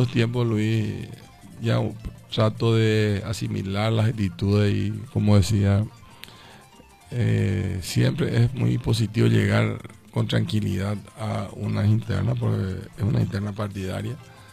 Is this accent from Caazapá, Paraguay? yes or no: yes; Caazapá, Paraguay; born there; Yo me debo a Casapá, y a mi Casapá, a nadie, a mi partido, y en especial mi patria chica.